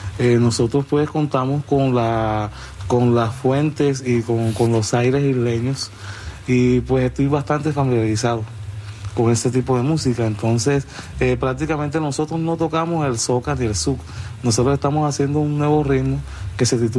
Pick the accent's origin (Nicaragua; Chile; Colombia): Colombia; Cartagena, Bolívar; yo tengo muchas influencias caribeñas. Yo soy de Cartagena.